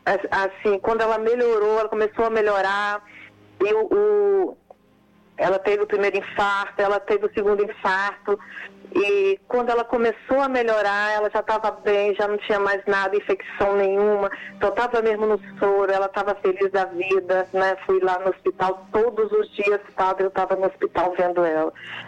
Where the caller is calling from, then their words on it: Guarapari, Espírito Santo, Brazil; Eu falo de Guarapari, no Espírito Santo.